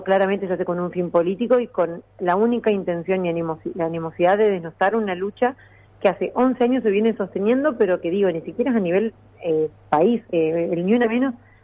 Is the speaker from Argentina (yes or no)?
yes; Argentina; now in Paraná, Argentina